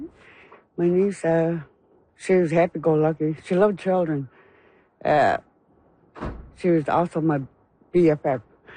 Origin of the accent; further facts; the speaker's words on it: Rigolet, Newfoundland and Labrador, Canada; I'm originally from Ringlet, Labrador.